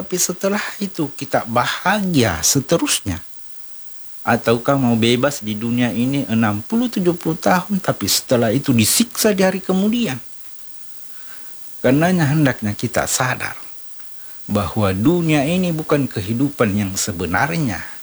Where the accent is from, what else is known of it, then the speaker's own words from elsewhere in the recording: South Sulawesi, Indonesia; atau kita sebagai Bugis Makassar sebelum dan sesudah Ramadan itu pergi siarah kubur.